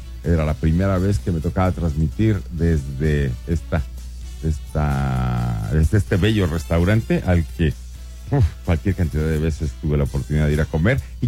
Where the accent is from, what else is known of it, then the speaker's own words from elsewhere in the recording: Mexico; moved away; somos mexicanos